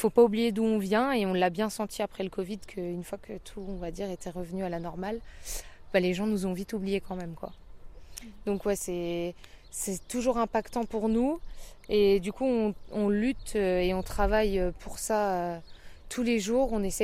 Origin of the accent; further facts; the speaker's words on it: France; Faut pas oublier qu'on est français, qu'il faut d'abord consommer ce que nous on produit.